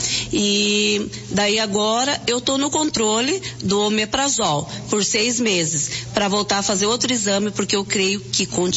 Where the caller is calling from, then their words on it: Piraquara, Paraná, Brazil; sou daqui do Jardim Holandês Piraquara, tá?